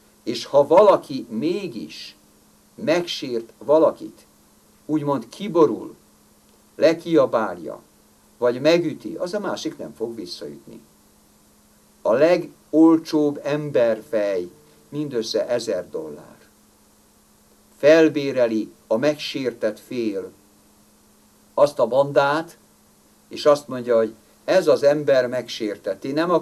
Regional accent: Hungary; én magyar vagyok, én beszélek több nyelvet is

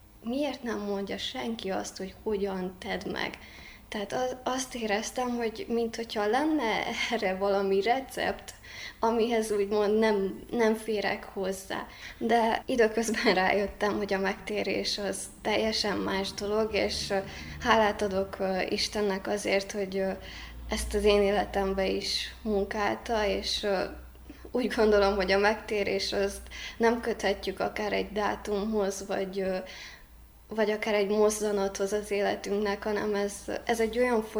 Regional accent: Sic, Cluj County, Romania; moved away as an adult; now in Cluj-Napoca, Romania; Én Széken nőttem fel, édesapám és édesanyám helyiek, és egy keresztény családba nevelkedtem. Édesapám lelkész a településen

